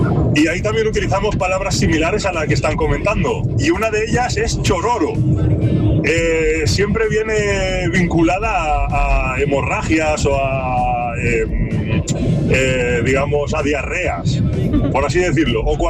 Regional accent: Tetouan, Tanger-Tetouan-Al Hoceima, Morocco; Yo soy originario de Tetuán, de Marruecos, y es una ciudad con muchísima tradición andaluza y andalusí.

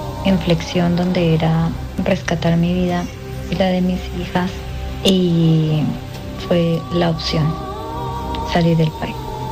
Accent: Bogotá, Colombia; moved away as an adult; Me vine de Bogotá, Colombia, por circunstancias de fuerza mayor.

